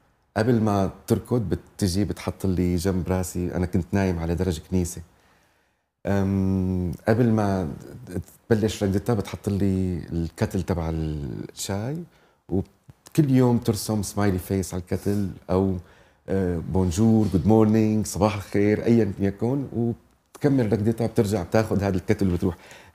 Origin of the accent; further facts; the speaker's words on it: Syria; moved away; بس اللي بقصده انه نحن كسوريين للامانه بنبيض الوش